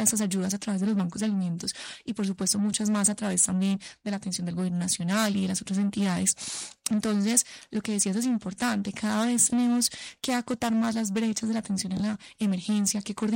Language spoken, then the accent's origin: Spanish; Colombia